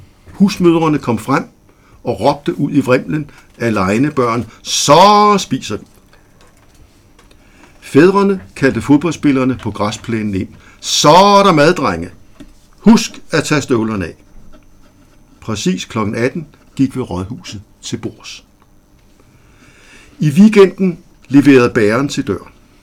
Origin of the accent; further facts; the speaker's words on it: Rødovre, Capital Region of Denmark, Denmark; Så min barndom har været i Rødovre.